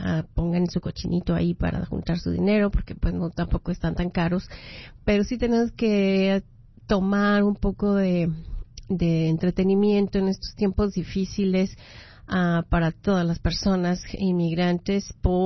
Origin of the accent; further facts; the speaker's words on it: Mexico City, Mexico; now in Las Vegas, United States; yo que soy de la Ciudad de México, que tenemos todos los climas